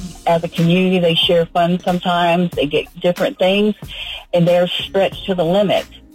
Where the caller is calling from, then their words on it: Green Cove Springs, Florida, United States; I'm chiming in from Green Coast Springs, Florida again on this topic.